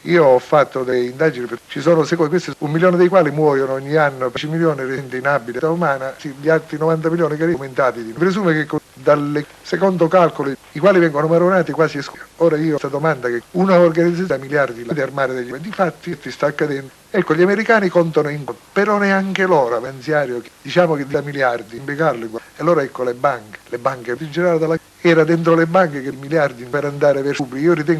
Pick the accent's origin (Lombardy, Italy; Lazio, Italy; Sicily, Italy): Sicily, Italy; disse sicilianamente una cosa molto bella che io da siciliano non condivido ma che amo